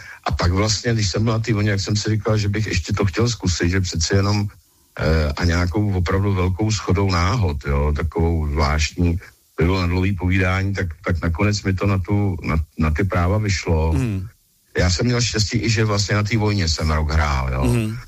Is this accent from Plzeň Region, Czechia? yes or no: yes; Rokycany, Plzeň Region, Czechia; teď jsme zrovna hráli v Rokycanech, odkud pocházím